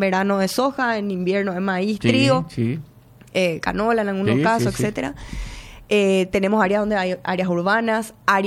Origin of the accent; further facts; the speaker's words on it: Paraguay; como paraguaya, para mí es un tremendo orgullo